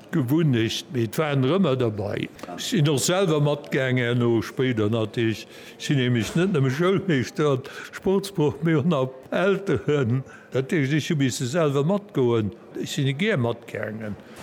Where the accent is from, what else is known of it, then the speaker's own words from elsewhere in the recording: Bertrange, Luxembourg; Bartring. Das war mein erstes Dorf, wo ich geboren bin, als kleiner Bub.